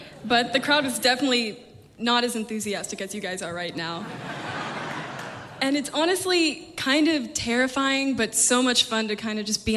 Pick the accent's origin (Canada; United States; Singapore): United States; Tennessee; also born or lived in Kentucky; And I'm from Tennessee. I was born in Kentucky.